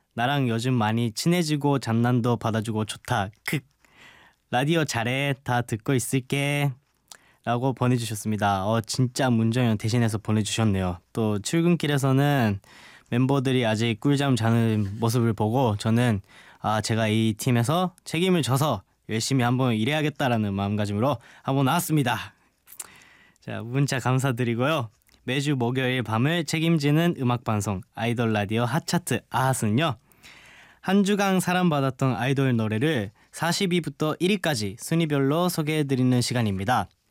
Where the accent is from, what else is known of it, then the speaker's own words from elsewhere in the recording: Japan; Korean is a second language; now in South Korea; 제가 연습생 때부터 따지면 꽤 오랜 기간이 됐는데 일본에서 한국에 온 지는 거의 7년 정도 넘은 것 같아요. 그래서 한국어도 꽤 하는 편이라고 합니다.